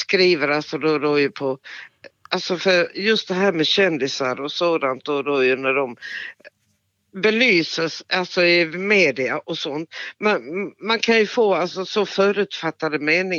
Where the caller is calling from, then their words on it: Svalöv, Skåne, Sweden; Svalöv i Skånes kommun.